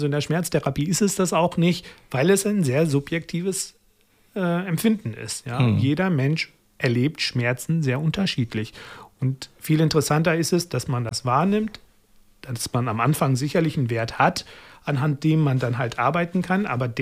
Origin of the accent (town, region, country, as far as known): Pakistan